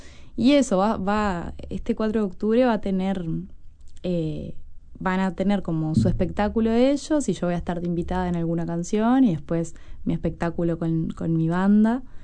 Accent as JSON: {"language": "Spanish", "region": "Canelones", "country": "Uruguay", "said": "yo soy de Canelones."}